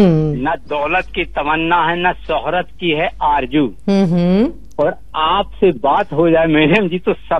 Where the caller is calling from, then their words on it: Satna district, Madhya Pradesh, India; मैं बता दूं कि ग्राम कल्पा जिला सतना से